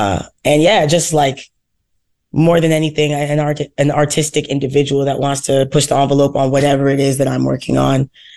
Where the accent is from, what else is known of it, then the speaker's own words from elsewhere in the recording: Toronto, Ontario, Canada; I'm an artist from Toronto, Canada.